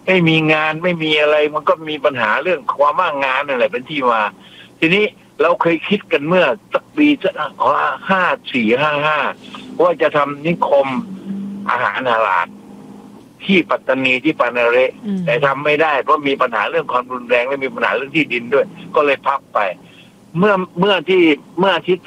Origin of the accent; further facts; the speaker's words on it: Southern Thailand, Thailand; ผมเนี่ยเป็นคนใต้คนตะลง